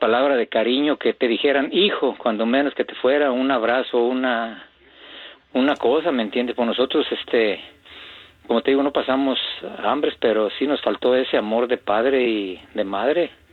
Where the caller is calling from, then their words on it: Degollado, Jalisco, Mexico; yo soy ahí de Degollado.